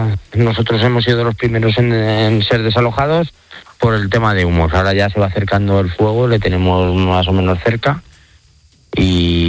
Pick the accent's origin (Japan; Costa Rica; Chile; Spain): Spain; La Nava de Jadraque, Castilla-La Mancha; No es las Navas de Jadraque, yo soy de la Nava de Jadraque.